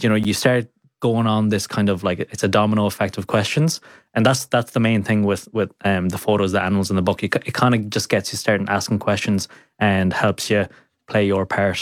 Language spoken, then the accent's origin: English; Ireland; Like, we're Irish, we don't like change